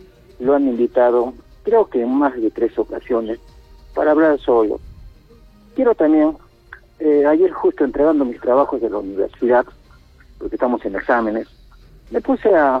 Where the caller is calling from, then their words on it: Arequipa, Peru; Yo vivo en Salvo Alegre, tengo 33 años, he nacido en la Avenida Obrera